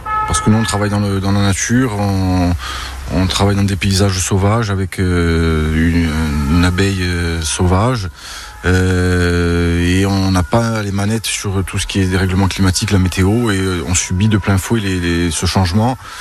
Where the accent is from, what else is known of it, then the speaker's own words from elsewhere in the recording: Corsica, France; nous chez nous en Corse